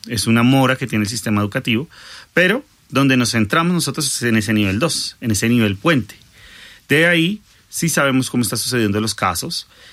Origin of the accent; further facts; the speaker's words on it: Colombia; Nosotros como colombianos normalizamos muchos hechos de violencia